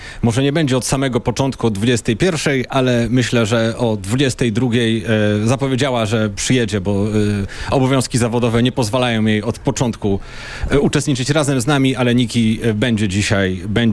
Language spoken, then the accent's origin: Polish; Warsaw, Masovian Voivodeship, Poland; Ja na Żoliborzu, można powiedzieć, grałem w większości lokali, które są tutaj, bo jestem stąd.